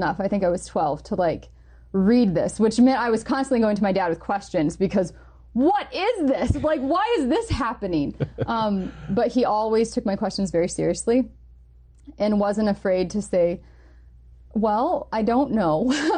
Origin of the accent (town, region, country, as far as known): Indiana, United States; born or raised there